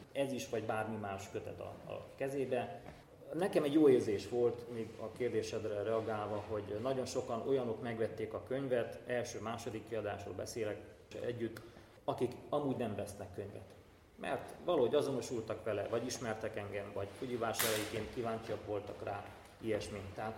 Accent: Fugyivásárhely, Bihor, Romania; also born or lived in Oradea; Nagyváradi születésű vagyok, Fugyivásárhelyen nőttem fel.

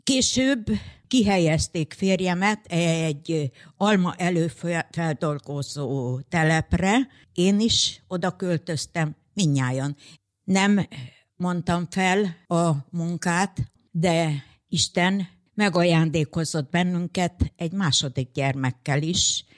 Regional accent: Zakarpattia Oblast, Ukraine; moved away as an adult; now in Debrecen, Hungary; Férjem odavalósi ott született, én is onnan származok.

